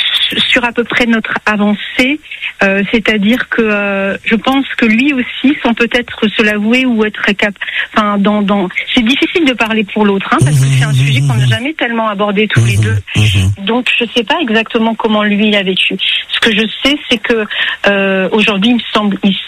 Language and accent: French; Grand Est, France; Moi, je suis originaire d'Alsace, mais c'est un département qui a vraiment sa couleur, sa typicité, qui est très beau.